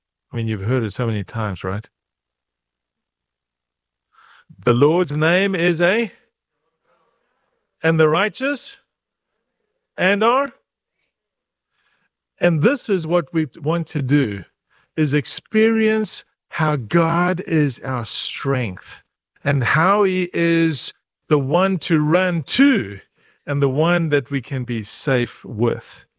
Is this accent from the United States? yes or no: no; South Africa; I come from South Africa. My father was a mission doctor amongst the Zulu people, and I had the privilege of growing up amongst the Zulu people, stick fighting, learning some of the language, and just participating in the culture.